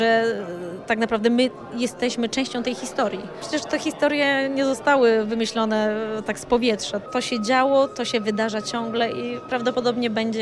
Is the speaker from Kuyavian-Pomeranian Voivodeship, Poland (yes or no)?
no; Lesser Poland, Poland; ja jestem dziewczyną z Podhala.